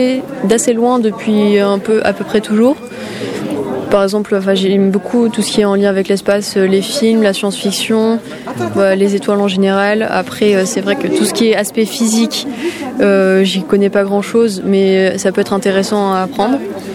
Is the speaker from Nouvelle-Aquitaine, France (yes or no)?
no; Occitanie, France; moved away as an adult; now in Toulouse, France